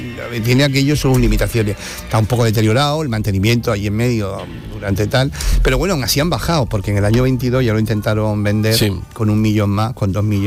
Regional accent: Cádiz, Andalusia, Spain; Somos de Cádiz

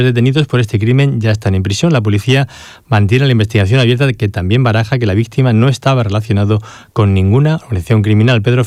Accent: Northern Norway, Norway; Yo soy del norte de Noruega, ahora mismo están allí a 7 grados y allí como mucho hemos llegado a los 20 en verano

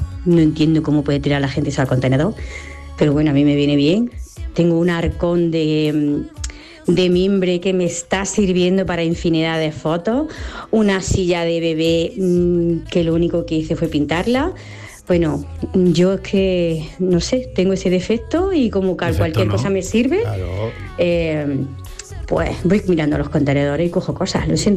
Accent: Úbeda, Andalusia, Spain; de Úbeda, tengo un estudio de fotografía

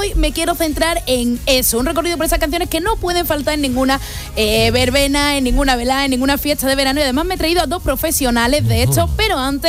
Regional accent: Andalusia, Spain; además que aquí somos distintos puntos de Andalucía, ¿lo de verbena se dice solamente en algunas partes de Andalucía? ¿Es más de Madrid? Porque yo en el pueblo siempre he escuchado las velas

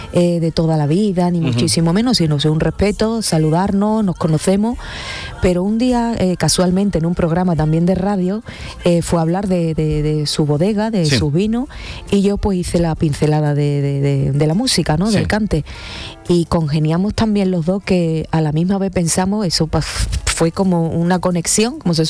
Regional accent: Rociana del Condado, Andalusia, Spain; la noche blanca del flamenco y el vino en mi pueblo, en Rociana del Condado.

